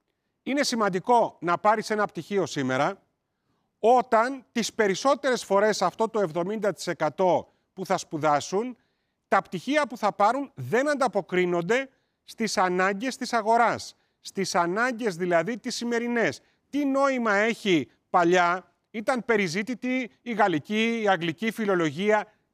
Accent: Volos, Thessaly, Greece; moved away as an adult; Είναι άλλο πράγμα όταν εγώ έφυγα από το Βόλο για να σπουδάσω στη Θεσσαλονίκη

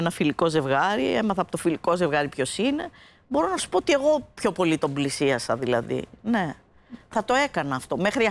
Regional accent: Crete, Greece; επειδή κατάγομαι από την Κρήτη

